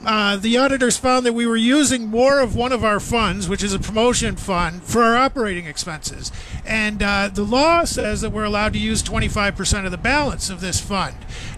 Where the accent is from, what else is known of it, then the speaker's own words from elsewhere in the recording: Chicago, Illinois, United States; also born or lived in Caribbean; A little bit, yeah, but I was from Chicago originally.